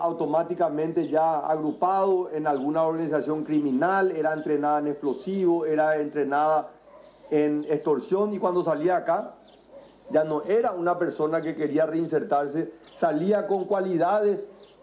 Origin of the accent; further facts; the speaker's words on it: Paraguay; nosotros como paraguayos estamos reivindicando.